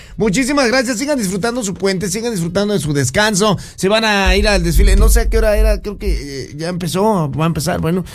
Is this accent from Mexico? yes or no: yes; Mexico; Yo sí estoy muy orgulloso de ser mexicano